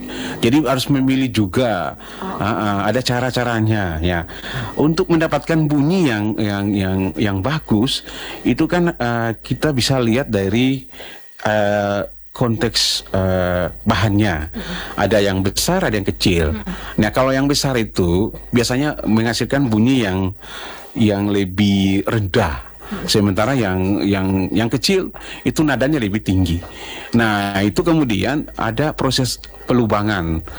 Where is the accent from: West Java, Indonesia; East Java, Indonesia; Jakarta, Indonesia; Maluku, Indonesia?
Maluku, Indonesia; Ambon; Nah, hari ini kita akan bicara tentang maestronya adalah yang kita orang Ambon bilang Opa Loli.